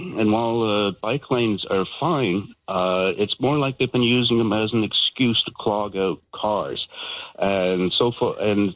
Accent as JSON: {"language": "English", "region": "British Columbia", "country": "Canada", "lives_now": "Victoria, Canada", "said": "And another thing, I came from the North Island, and there's a lot of small towns up there that folks would come down to Victoria, as I did, for a weekend getaway."}